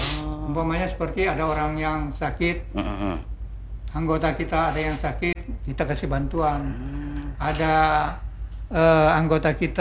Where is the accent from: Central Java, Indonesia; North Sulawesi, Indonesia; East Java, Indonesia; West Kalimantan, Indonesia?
North Sulawesi, Indonesia; now in Banjarmasin, Indonesia; Kawanua itu artinya kita dari asalnya dari Sulawesi Utara.